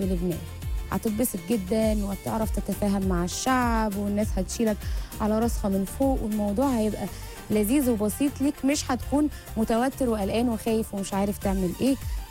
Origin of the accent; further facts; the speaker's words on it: Egypt; احنا كمصريين